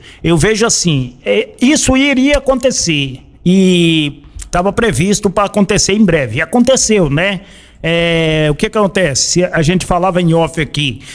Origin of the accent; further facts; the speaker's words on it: Brazil; porque nós como brasileiros não tem como você não torcer, né